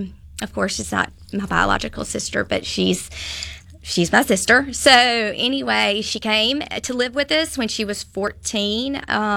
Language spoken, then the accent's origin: English; Union, Mississippi, United States; And anyway, I'm originally from Union, Mississippi, and they live all in that down there in that area.